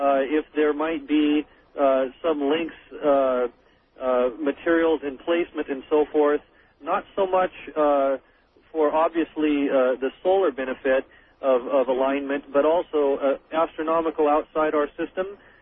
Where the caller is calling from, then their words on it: Cle Elum, Washington, United States; I am calling from Clealum, Washington.